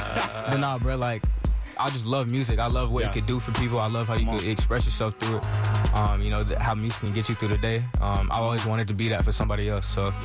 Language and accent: English; Atlanta, Georgia, United States; I'm from Swats, ATL.